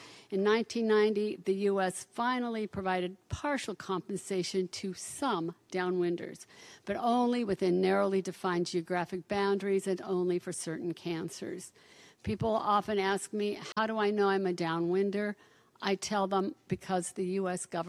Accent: Salt Lake City, Utah, United States; I grew up in Salt Lake City, Utah, during the years of above-ground testing.

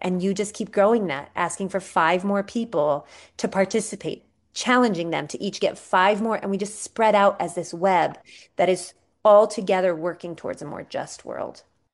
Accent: United States; moved away; as an American

